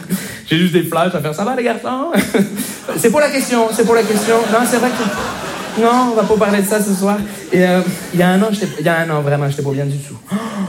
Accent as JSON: {"language": "French", "town": "Montreal", "region": "Quebec", "country": "Canada", "said": "Bonjour, je me présente … je viens de Montréal."}